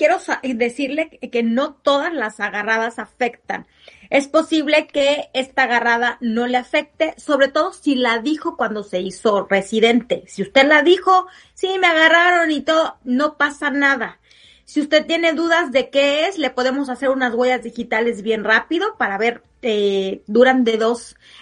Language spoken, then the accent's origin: Spanish; Mexico; Como buena mamá mexicana